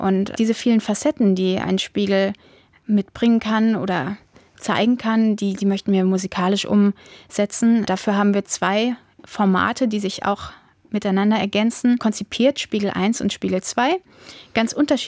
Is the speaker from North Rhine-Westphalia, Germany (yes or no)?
no; Kirchheimbolanden, Rhineland-Palatinate, Germany; Wir sind in Kirchambulanten aufgewachsen und haben dadurch natürlich ja eine besondere Verbindung zur Stadt.